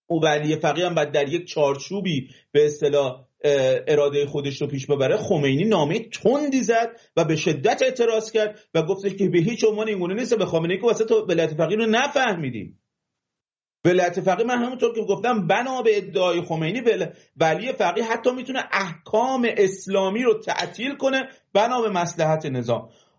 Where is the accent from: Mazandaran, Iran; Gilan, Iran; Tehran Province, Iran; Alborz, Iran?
Mazandaran, Iran; من حالا تو ذکر کردی به من چون بچه مازندرانم، این مازندرانی ها واقعا ناخواسته صداشون میره بالا.